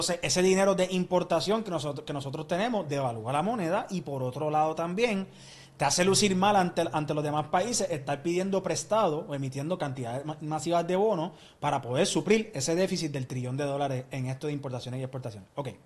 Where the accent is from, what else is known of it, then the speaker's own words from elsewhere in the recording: Puerto Rico; yo soy de Puerto Rico